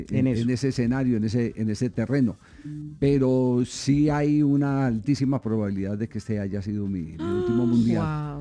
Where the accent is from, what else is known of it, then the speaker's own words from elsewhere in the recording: Manizales, Caldas, Colombia; yo me crié en Manizales, uh-huh, en el barrio Chipre